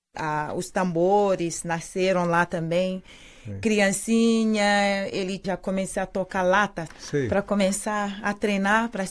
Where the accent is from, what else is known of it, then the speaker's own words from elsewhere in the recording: Guinea; first language Malinke; Portuguese is a second language; now in Brazil; Eu sou Malinke. E Sussu.